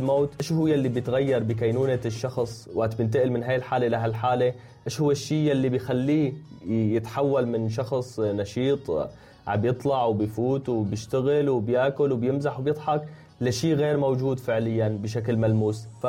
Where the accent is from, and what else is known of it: Syria; now in Turkey